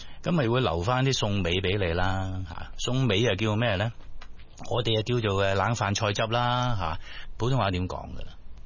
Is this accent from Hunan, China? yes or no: no; Guangdong, China; 咁我哋广东人咧就讲，唉，真系发毛。